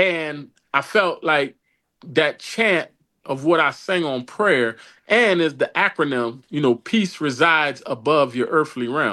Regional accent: New Orleans, Louisiana, United States; the first verse is more about me and growing up in New Orleans around the drug dealers, the this, the that, but in a way that's really paying respects to how I was brought up.

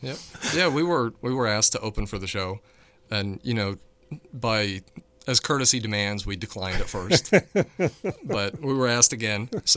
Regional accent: Louisiana, United States; We are mostly from Covington and Baton Rouge.

